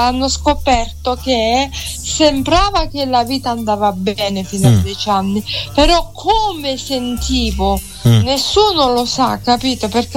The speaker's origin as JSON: {"language": "Italian", "town": "San Marco in Lamis", "region": "Apulia", "country": "Italy", "said": "Sì, no, sono di San Marco in Lamis, provincia."}